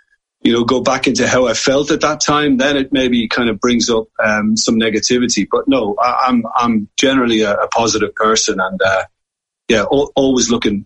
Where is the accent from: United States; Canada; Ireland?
Ireland; Waterford, Munster; I'm from Waterford and I grew up in Waterford, but Tremor is only 7 miles away and it's the resort in the county of Waterford.